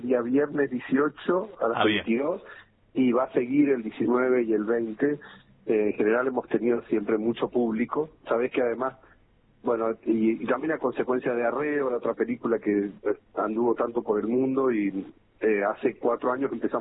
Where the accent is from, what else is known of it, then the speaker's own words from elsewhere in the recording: San Rafael, Mendoza, Argentina; born there; moved away; yo soy sanrafaelino, ¿no? Nací en San Rafael hace muchos años, pero soy de San Rafael. Y gran amante del sur mendocino, ¿no? He vivido en distintas partes del mundo, pero bueno, siempre vuelvo al sur.